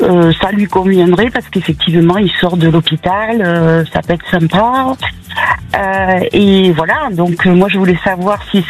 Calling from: Occitanie, France; Alors, moi, dans l'Occitanie, à côté de Toulouse.

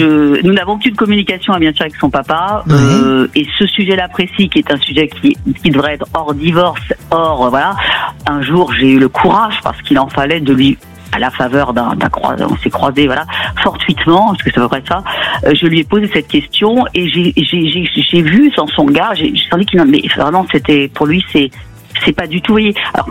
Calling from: Île-de-France, France; Des Yvelines.

